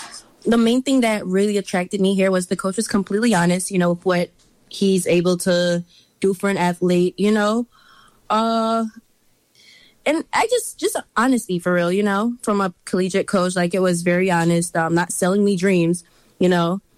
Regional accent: Jamaica; So growing up, I mean, track and field was like the main sports for women.

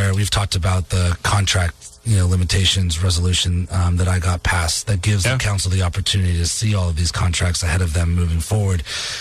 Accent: Massachusetts, United States; moved away as an adult; now in Montgomery, Alabama, United States; So I grew up in Northeast Massachusetts and grew up going to Maine

